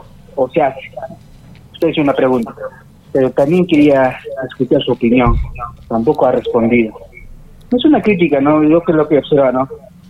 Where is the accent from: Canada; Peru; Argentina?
Peru; Puno; Yo soy de Puno, y yo nací en el campo, en los años 90